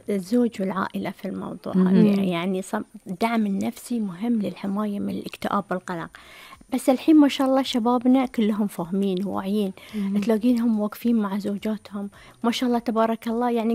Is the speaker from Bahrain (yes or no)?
yes; Bahrain; عندنا في البحرين